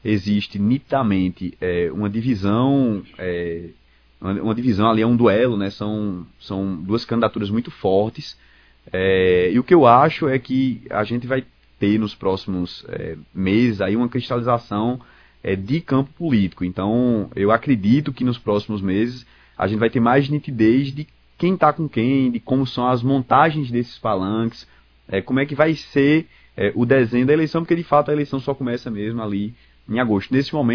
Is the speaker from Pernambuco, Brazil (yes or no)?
yes; Recife, Pernambuco, Brazil; E eu, como recifense, eu tenho visto isso